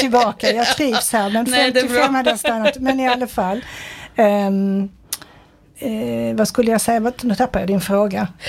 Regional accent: Sweden; born there; also born or lived in Switzerland; jag kom ju från Schweiz då, på min mammas sida så är min familj därifrån. Så när jag var 5 år då flyttade vi till Sverige på grund av mammas kärlek till sin nya man.

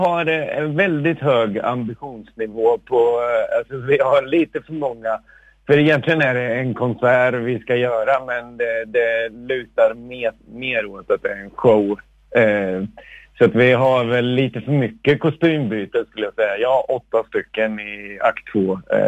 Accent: Norrköping, Östergötland, Sweden; moved away; also born or lived in Gothenburg; Både Bruno, Peter och jag är från Norrköping ursprungligen

